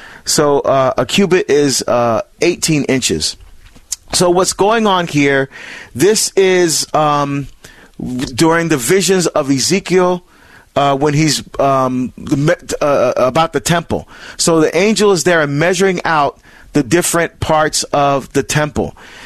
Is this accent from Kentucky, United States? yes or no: no; New Jersey, United States; my home state of New Jersey